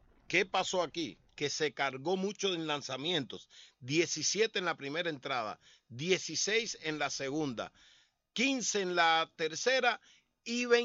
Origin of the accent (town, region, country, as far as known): Cuba